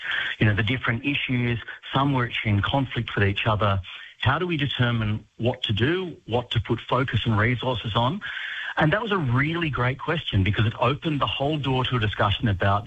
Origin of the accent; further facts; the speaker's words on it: Australia; You know, I grew up on the Murray River. I live now on the north coast of New South Wales.